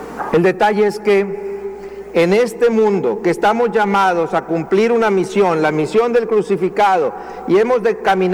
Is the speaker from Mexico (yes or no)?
yes; northern Mexico, Mexico; pues soy norteño